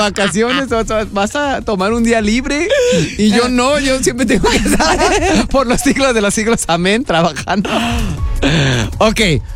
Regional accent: Mexico; Nosotros, obviamente, como somos mexicanos

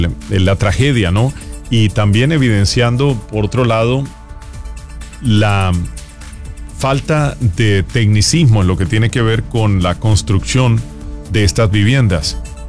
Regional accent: Colombia; en mi país, en Colombia

